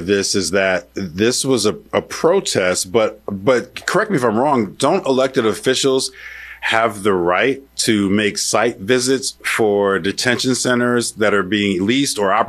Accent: Newark, New Jersey, United States; I'm from Newark, New Jersey, so you represent my hometown

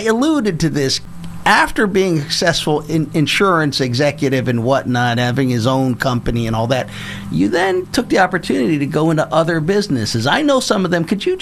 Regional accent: Philadelphia, Pennsylvania, United States; I grew up in Southwest Philly, where I still live with my wife and children. I went to Longstreth Elementary School, Turner Middle School

